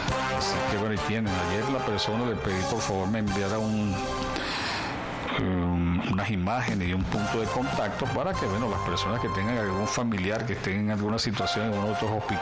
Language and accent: Spanish; Venezuela; Como los venezolanos no somos así